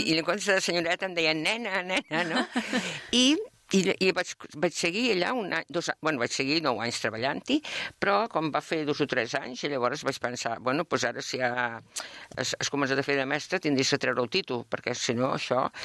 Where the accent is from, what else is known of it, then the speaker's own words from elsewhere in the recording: Gallecs, Catalonia, Spain; doncs, soc una persona que vaig néixer a Can Jornet de Gallecs l'any 1945, per tant, tinc 81 anys, i m'he passat la vida entre Gallecs, Mollet, i una miqueta